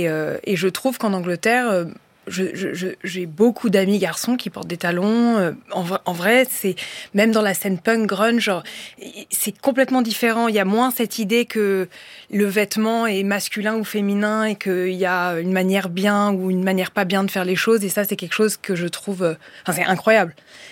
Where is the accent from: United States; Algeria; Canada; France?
France; moved away; Oui, moi, je suis à moitié anglaise. Et d'ailleurs, je crois qu'une des raisons pour lesquelles je suis partie de la France